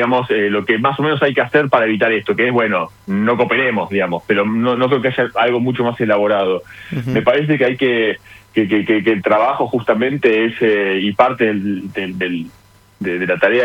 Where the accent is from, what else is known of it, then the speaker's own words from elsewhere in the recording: Argentina; no voy a poder porque me van a rechazar la solicitud porque soy argentino